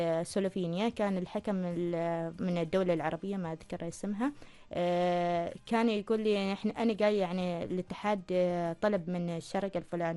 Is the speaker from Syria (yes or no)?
no; Oman; احنا كحكام عمانيين